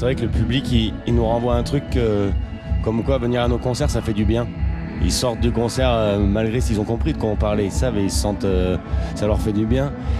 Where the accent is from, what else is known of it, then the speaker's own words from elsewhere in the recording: France; Pour être plus compris chez nous, on va dire aussi. Enfin, chez nous en France, on va dire.